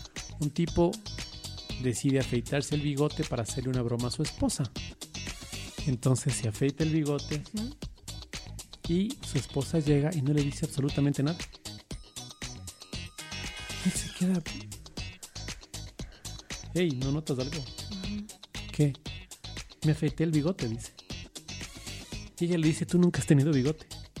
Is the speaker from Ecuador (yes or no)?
yes; Ecuador